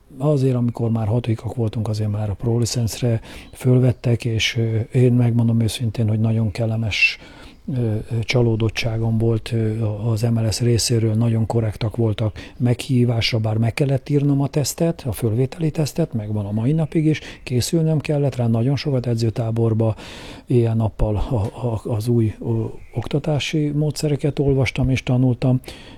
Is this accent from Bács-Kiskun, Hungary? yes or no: yes; Kecskemét, Bács-Kiskun, Hungary; nem csak azért, mert itt születtem, ugye a városközpontban, itt nőttem fel az egyik városrészben, ugye a Széchenyi városba